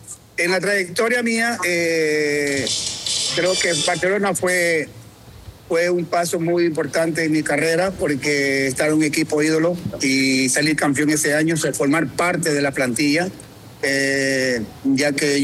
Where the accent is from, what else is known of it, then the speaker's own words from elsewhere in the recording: Portobelo, El Oro, Ecuador; Yo vine de la provincia del Oro, soy de Portobelo, de la provincia del Oro.